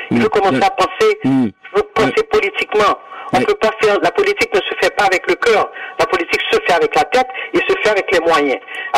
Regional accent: Haiti; On est haïtien, on est noir et rouge.

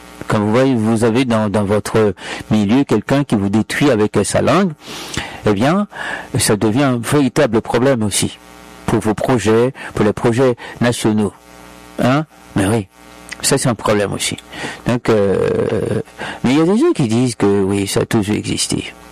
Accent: Haiti; suis bien haïtien, même si j'étais dans les Marines. Même si j'ai travaillé pour les États-Unis, mais je suis haïtien.

